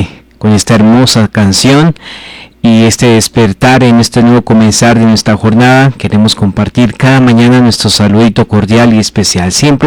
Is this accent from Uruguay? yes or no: no; Colombia